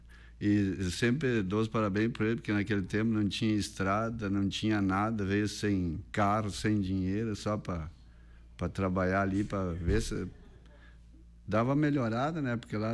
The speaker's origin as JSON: {"language": "Portuguese", "town": "Espumoso", "region": "Rio Grande do Sul", "country": "Brazil", "tie": "born there", "said": "Nasci em Espumoso, em 64."}